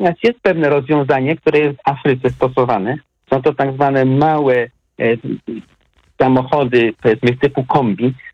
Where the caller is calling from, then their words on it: Opole Voivodeship, Poland; akurat mieszkam pod Opolem